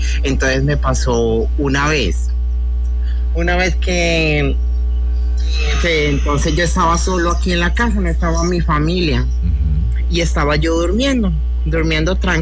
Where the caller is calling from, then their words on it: Venadillo, Tolima, Colombia; Desde acá del norte del Tolima, desde una vereda del municipio de Venadillo